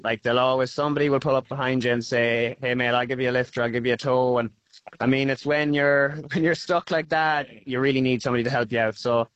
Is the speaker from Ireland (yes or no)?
yes; Connacht, Ireland; I'm from County Sligo.